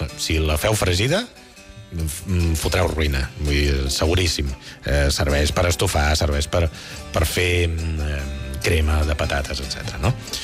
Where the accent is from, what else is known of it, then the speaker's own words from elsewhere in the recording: Catalonia, Spain; Jo, d'on soc jo originari, al Vallès